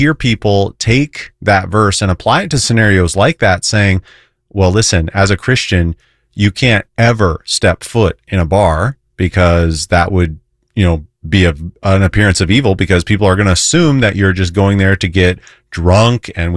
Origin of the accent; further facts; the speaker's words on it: Minnesota, United States; moved away; So I love growing up in Minnesota, love going back to visit my parents there. They still live there in northern Minnesota.